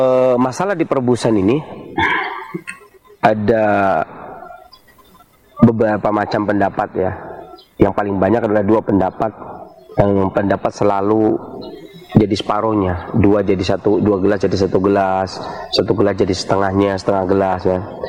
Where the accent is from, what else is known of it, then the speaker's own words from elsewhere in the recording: Indonesia; Berbeda dengan orang-orang di negeri kita, Jawa itu jamunya keruh